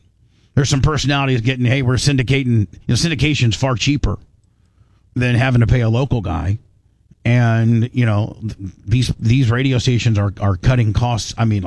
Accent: Tampa, Florida, United States; I'm from Tampa and probably won't be in Panama City, but maybe once a year.

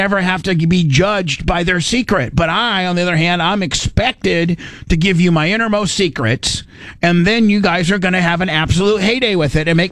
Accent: Midwest, United States; as of just a regular kid growing up in the Midwest.

